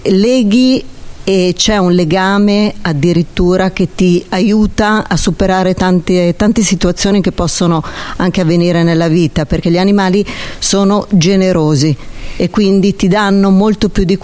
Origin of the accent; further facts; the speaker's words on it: Cremona, Lombardy, Italy; io ho 2 anni e mezzo, sono di Cremonese e quindi abbiamo Santa Lucia.